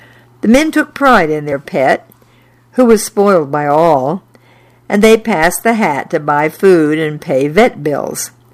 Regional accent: Indiana, United States; I enjoyed reading this story because I was born and raised in Indiana, and I knew all these towns that were written here, and I knew how to pronounce them.

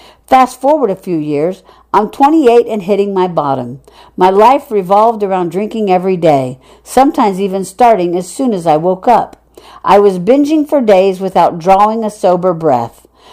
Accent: Iceland; My hometown, Iceland, had a handful of mee

